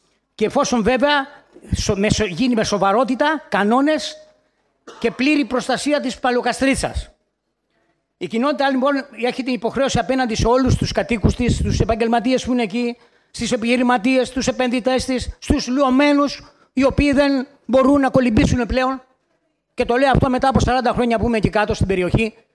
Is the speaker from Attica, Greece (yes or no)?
no; Lakones, Ionian Islands, Greece; Σαν πρόεδρος, εκπροσωπώντας το χωριό μου, την περιοχή μου